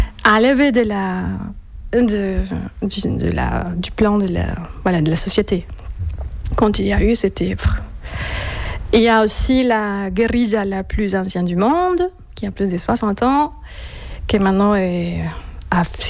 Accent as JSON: {"language": "French", "country": "Colombia", "moved": "yes", "said": "Après, je suis très ignorante dans beaucoup de choses et ça fait 12 ans que je suis partie de Colombie."}